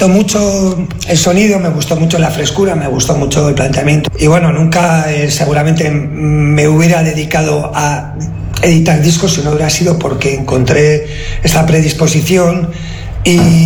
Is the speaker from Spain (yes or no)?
yes; Getxo, Basque Country, Spain; yo soy de aquí, de Romo